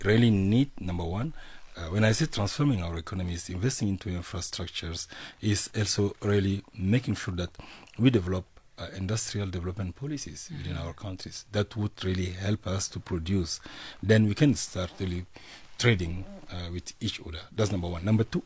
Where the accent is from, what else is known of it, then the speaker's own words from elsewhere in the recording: Chad; And in my home country, Chad